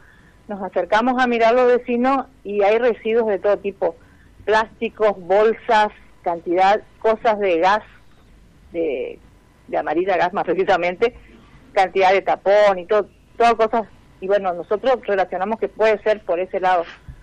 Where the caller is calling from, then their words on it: Argentina; Vivo en Ruta 11, kilómetro 998.